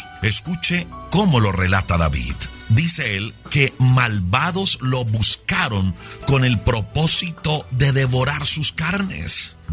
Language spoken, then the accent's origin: Spanish; Colombia; Para los que están o somos de Colombia